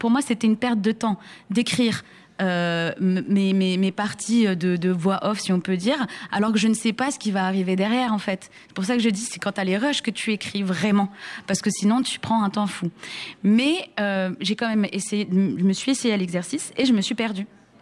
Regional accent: Morocco; moved away; je viens du Maroc

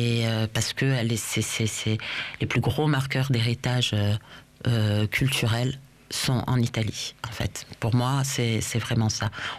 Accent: Briançon, Provence-Alpes-Côte d'Azur, France; Et puis moi, après, j'ai grandi aussi à la frontière italienne. Moi, je suis née, j'ai grandi à Briançon. Donc, on n'est pas très, très loin. On est à une petite heure, toute, toute petite heure de route de Turin.

